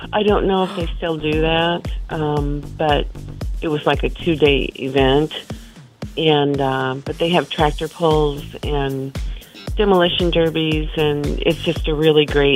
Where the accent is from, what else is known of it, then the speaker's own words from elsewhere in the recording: Fisher, Illinois, United States; Okay, my hometown was Fisher.